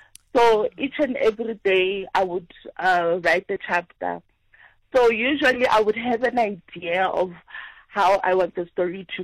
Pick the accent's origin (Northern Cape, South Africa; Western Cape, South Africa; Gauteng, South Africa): Gauteng, South Africa; Soweto; growing up in Soweto, coming from a previously disadvantaged home.